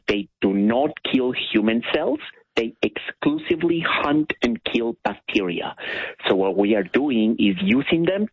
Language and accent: English; Ecuador; moved away as an adult; now in Victoria, Australia; I am originally from Ecuador. Yes, I've been here in Australia for almost 10 years. Excitingly, I will become an Australian citizen next week.